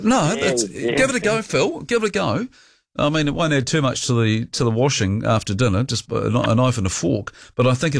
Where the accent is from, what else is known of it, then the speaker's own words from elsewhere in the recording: New Zealand; I'm a Kiwi.